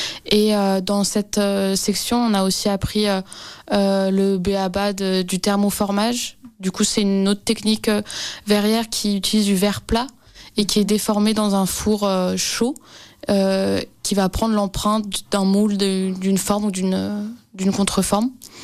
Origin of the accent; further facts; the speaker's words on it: France; je suis française